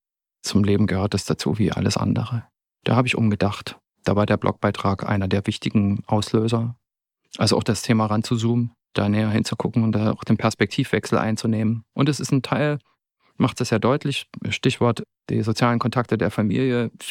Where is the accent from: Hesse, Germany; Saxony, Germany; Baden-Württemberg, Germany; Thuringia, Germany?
Saxony, Germany; Zittau; now in Dresden, Germany; dass natürlich die psychische Unterstützung da, wo ich herkomme, ganz anders ist als in Dresden. Ich habe in Dresden viel schneller Therapie gefunden als noch in Zittau